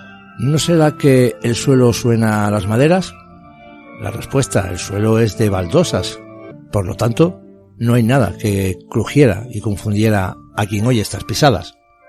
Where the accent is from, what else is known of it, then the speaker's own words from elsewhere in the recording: Asturias, Spain; el Principado de Asturias, aquí en mi tierra